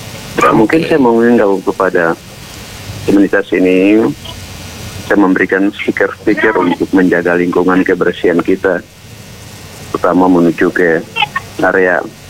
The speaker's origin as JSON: {"language": "Indonesian", "town": "Jayapura", "region": "Papua", "country": "Indonesia", "said": "Saya bicara karena saya dari Jayapura."}